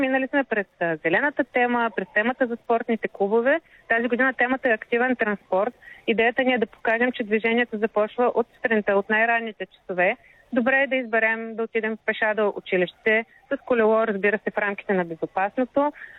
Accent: Plovdiv, Plovdiv Province, Bulgaria; За Пловдив, откъдето сме ние от БГ Бъди активен, всъщност нямаме изобщо изградена такава инфраструктура.

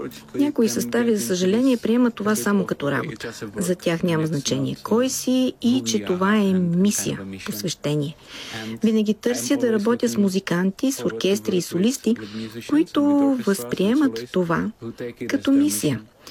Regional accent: Kroměříž, Zlín Region, Czechia; като 6 от тях са в Кромежиш, в моя роден град.

